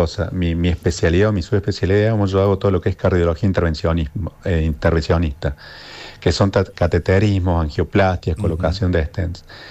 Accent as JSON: {"language": "Spanish", "region": "Córdoba", "country": "Argentina", "said": "Bueno, Sofi nombró, somos de Alta Córdoba, en el Sanatorio Francés."}